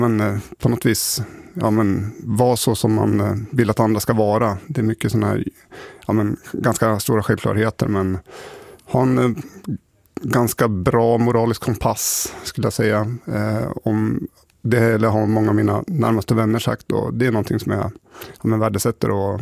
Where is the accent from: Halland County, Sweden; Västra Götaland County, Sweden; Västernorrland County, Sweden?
Västernorrland County, Sweden; Sundsvall; jag är ju uppväxt här i Sundsvall.